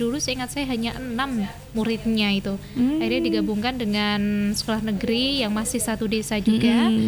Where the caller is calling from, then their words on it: Tanjung Kalang, East Java, Indonesia; Karena di desa saya juga ada, di Tanjung Kalang Ronggot ya, ada satu sekolah negeri itu yang nggak punya murid.